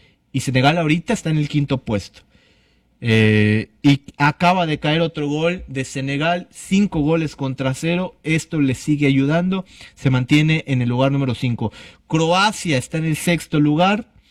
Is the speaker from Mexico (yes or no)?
yes; Mexico; Primero soy mexicano antes que todo.